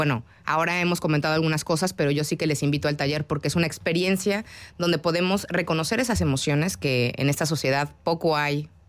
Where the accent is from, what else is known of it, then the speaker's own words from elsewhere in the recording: Mexico; moved away as an adult; México, además de productor, pues es un país muy importante de tránsito de drogas. Y ha costado mucha sangre en mi país.